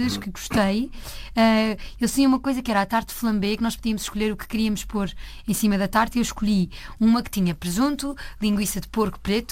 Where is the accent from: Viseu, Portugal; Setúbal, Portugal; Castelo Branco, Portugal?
Setúbal, Portugal; Azeitão; Eu acho que se os croatas fossem à minha terra iam ficar encantados com as tortas de azeitão, com o queijo de azeitão